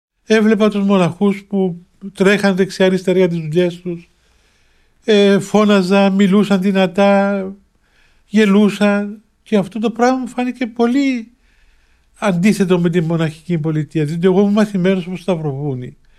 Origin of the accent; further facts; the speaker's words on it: Cyprus; Ουρανούπολη, χωρίς να ξέρω ότι έπρεπε να βγάλω τότε άδεια εισόδου στο Άγιον Όρος, γιατί θεωρούμε αλλοδαπός ως Κύπριος.